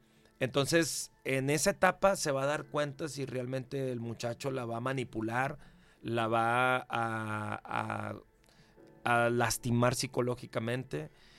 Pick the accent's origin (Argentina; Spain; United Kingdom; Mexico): Mexico; Pero yo creo que aquí nosotros como mexicanos y en nuestra cultura de acá de América... realmente tenemos esa bendición de la etapa del noviazgo.